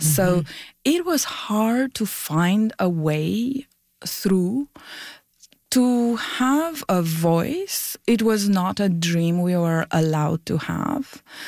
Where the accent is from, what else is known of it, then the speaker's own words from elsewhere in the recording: Romania; I grew up in Romania in the time of the Ceausescu dictatorship.